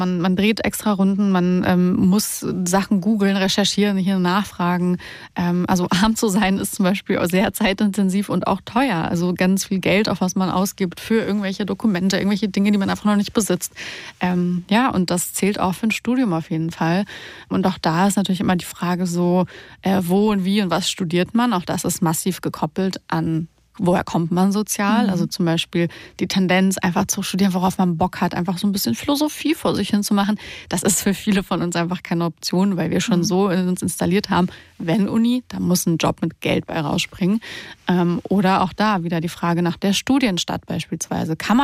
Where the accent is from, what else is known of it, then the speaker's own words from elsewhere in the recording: Romania; wir kommen ja zum Teil aus Rumänien und wer sich da auskennt, weiß, dass Rumänien lange keinen Kaffee hatte